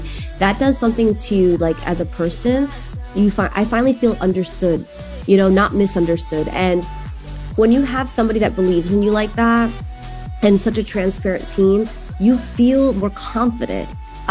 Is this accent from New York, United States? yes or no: yes; New York, United States; both my parents are from Albania. My dad's an immigrant. Like, my dad was like, when I was growing up in New York